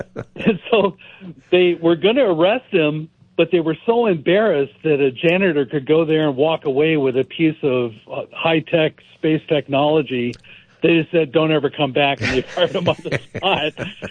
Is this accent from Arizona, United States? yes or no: no; California, United States; When I was growing up in the South Bay, back in the 70s, PRW was a big company there, and they're a big aerospace conglomerate.